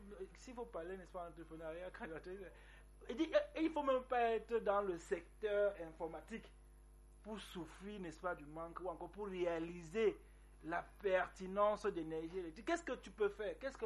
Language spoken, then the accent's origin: French; Cameroon; nous sommes Camerounais